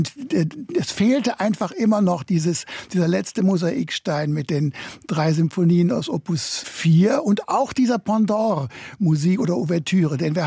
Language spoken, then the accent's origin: German; North Rhine-Westphalia, Germany; Ich bin ja eben aufgewachsen im Sendebereich des Westdeutschen Rundfunks.